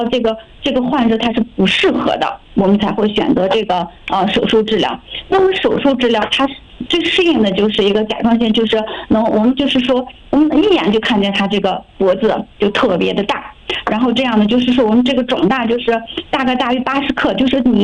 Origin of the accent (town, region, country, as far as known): China